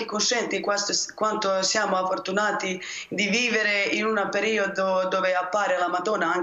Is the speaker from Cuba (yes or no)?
no; Medjugorje, Federation of Bosnia and Herzegovina, Bosnia & Herzegovina; Italian is a second language; Sì, sono croata che vivo in Međugorje da quando sono nata.